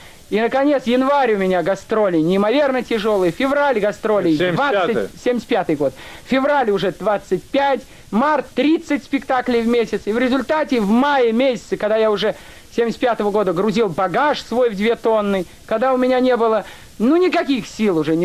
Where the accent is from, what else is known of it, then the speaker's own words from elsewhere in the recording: Russia; Как уехать из этой страны? Но я-то русский, я не еврей.